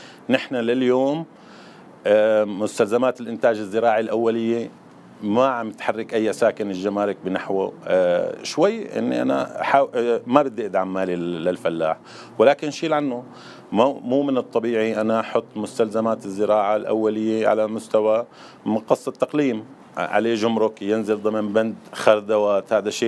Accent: Syria; خصوصا بالتنوع المناخي اللي عندنا بسوريا من شرق لشمال سوريا للجنوب.

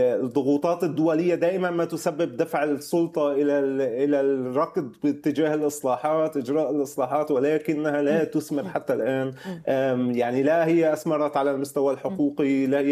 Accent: Syria; لأنه الكاش إيكونومي عندنا بسوريا

